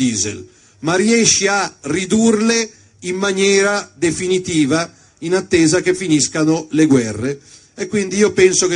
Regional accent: Lombardy, Italy; chi c'è dalla mia Lombardia?

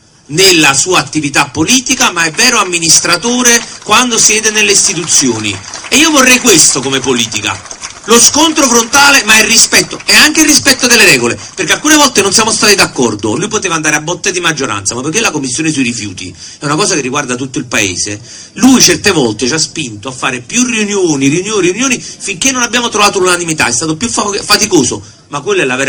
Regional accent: Naples, Campania, Italy; da napoletano e da meridionale

